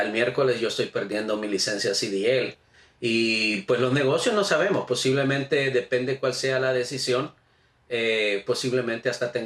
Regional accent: El Salvador; porque como salvadoreño, 25 años no le podemos llamar temporal cuando hemos construido una vida, familias, negocios, y somos parte de esta sociedad.

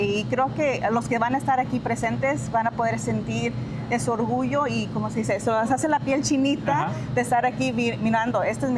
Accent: Los Angeles, California, United States; born there; Y soy muy orgullosa. Creo que especialmente yo nací aquí en Los Ángeles.

